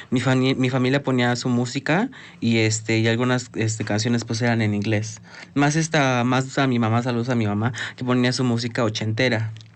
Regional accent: Mexico; accent: cantadito

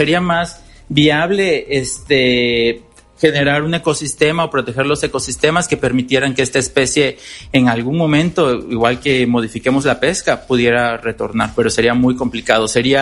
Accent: Campeche, Mexico; now in Veracruz, Mexico; De donde yo soy, que es igual donde estamos, en la Laguna de Términos

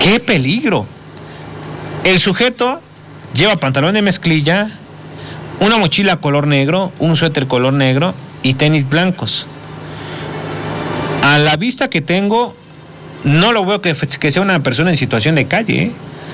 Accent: Puebla, Mexico; usted y yo que somos de la Mixteca Poblana

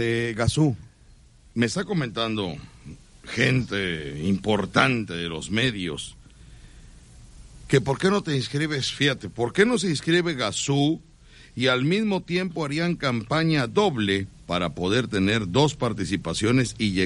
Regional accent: Boca del Río, Veracruz, Mexico; Yo no soy de Veracruz, yo soy de Boca del Río, de la zona dorada.

